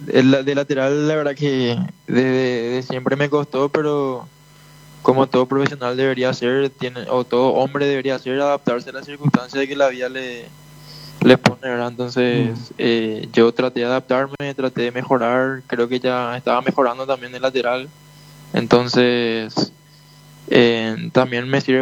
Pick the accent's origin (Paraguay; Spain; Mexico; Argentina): Paraguay; Lambaré, Central